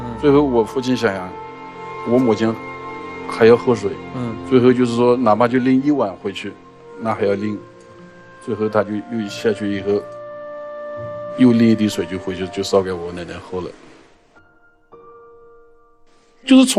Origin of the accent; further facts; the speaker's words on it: Binhai, Jiangsu, China; ，我今年45岁，我来自江苏滨海。